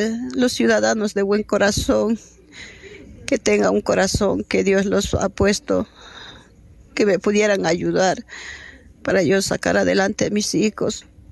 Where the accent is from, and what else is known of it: Logroño, La Rioja, Spain